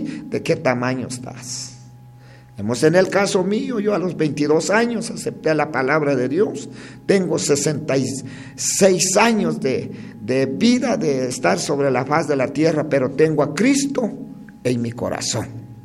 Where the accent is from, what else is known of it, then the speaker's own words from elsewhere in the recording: Guatemala; nosotros como guatemaltecos, como chapines.